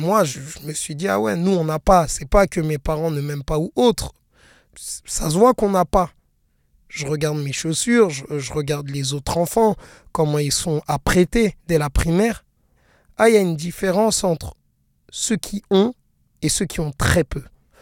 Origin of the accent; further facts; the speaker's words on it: Paris, Île-de-France, France; je suis né le 19 avril 1989 à Paris 15e. … … qui, dans l'argot ivoirien, signifie de France. J'ai grandi sur Paris.